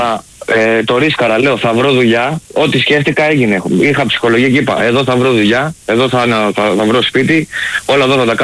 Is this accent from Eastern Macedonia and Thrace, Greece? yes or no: no; Kallithea, Attica, Greece; moved away as an adult; now in Crete, Greece; εγώ ζούσα Καλυθέα όλα μου τα χρόνια, ανδρώθηκα, μεγάλωσα, τα πάντα στην Καλυθέα, στις Τζιψιές.